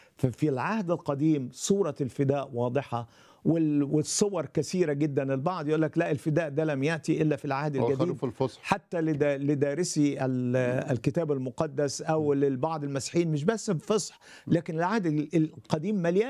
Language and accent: Arabic; Egypt